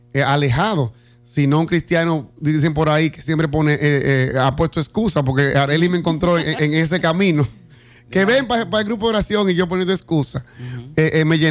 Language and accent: Spanish; Santiago, Dominican Republic; Yo soy nativo de La Canela, en especial de Atillo San Lorenzo, de La Canela.